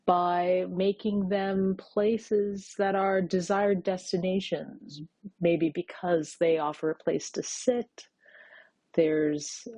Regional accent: Sarnia, Ontario, Canada; now in Windsor, Canada; I grew up just upriver in Sarnia

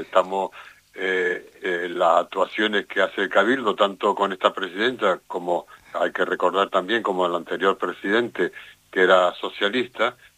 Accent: Canary Islands, Spain

